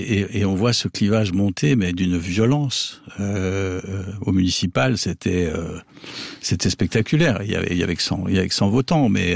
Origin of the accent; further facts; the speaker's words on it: France; je suis français.